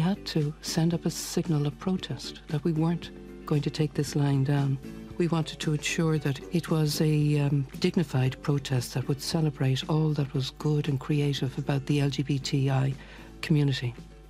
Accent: Ireland; I grew up in Ireland, and I grew up in a traditional Catholic family with wonderful parents

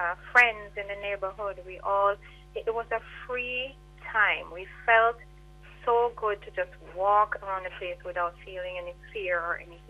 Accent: Savanna-la-Mar, Westmoreland, Jamaica; moved away as an adult; also born or lived in Montego Bay / Grange Hill; I was born in Montego Bay, but of course, raised in Sav Lamar and mm-hmm. Grangehill.

